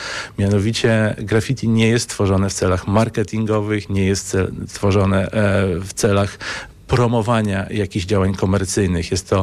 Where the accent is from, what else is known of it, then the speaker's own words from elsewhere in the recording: Lublin, Lublin Voivodeship, Poland; Pochodzę z Lublina.